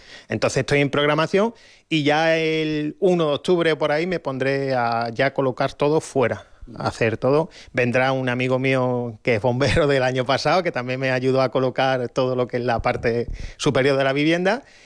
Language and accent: Spanish; Jerez de la Frontera, Andalusia, Spain; now in Toledo area, Spain; gente de Jerez de la Frontera, de mi tierra